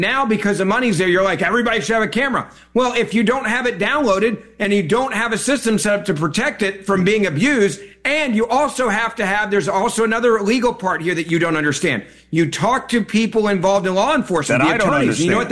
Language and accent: English; Memphis, Tennessee, United States; Memphis, I'll use that as my hometown example.